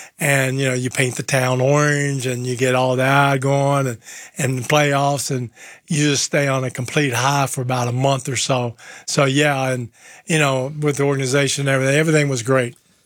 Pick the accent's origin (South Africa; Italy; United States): Italy; Milan, Lombardy; English is a second language; So I came from Milan, which is like New York, you know, and kind of their thinking.